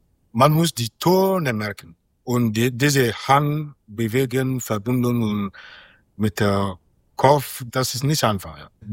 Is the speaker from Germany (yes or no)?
no; Niagassola, Kankan Region, Guinea; born there; German is a second language; moved away